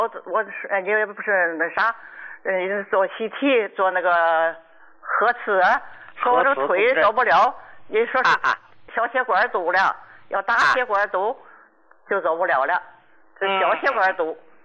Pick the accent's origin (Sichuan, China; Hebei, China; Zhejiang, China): Hebei, China; Qinhuangdao; 我秦皇岛的患者，我今年86了。